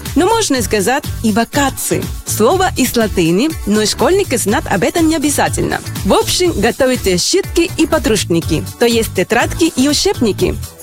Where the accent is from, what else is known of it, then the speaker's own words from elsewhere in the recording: Venezuela; Russian is a second language; now in Belarus; Я приехала в Беларусь из Венесуэлы. Приехала и осталась. И мне очень много здесь нравится. В том числе белорусский язык.